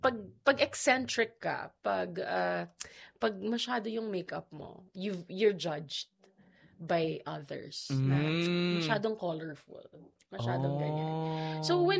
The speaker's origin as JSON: {"language": "Tagalog", "town": "Iloilo", "region": "Western Visayas", "country": "Philippines", "said": "So I wanted a small bag that, because I'm from Iloilo."}